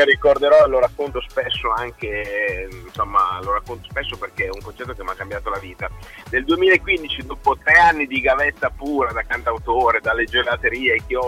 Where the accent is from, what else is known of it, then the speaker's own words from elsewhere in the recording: Correggio, Emilia-Romagna, Italy; fondarono una delle prime balere dalle nostre parti qua in Emilia, e io e Luciano siamo cresciuti proprio da piccolissimi